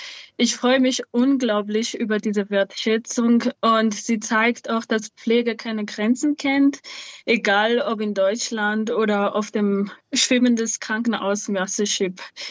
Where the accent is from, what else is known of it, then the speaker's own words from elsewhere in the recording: Madagascar; now in Munich, Germany; jetzt auch komplett spenden für Waisenhäuser und Hilfsorganisationen in Madagaskar, weil dass ich in meiner Heimat einfach etwas zurückgeben kann.